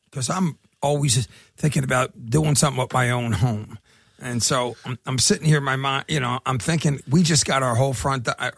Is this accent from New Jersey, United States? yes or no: no; Philadelphia, Pennsylvania, United States; I'm from East Falls, so it's where I grew up. It's where we live. And we have a townhouse